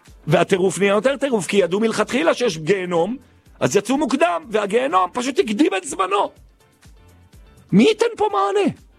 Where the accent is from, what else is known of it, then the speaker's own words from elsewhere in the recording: Jerusalem, Jerusalem District, Israel; אנחנו ירושלמים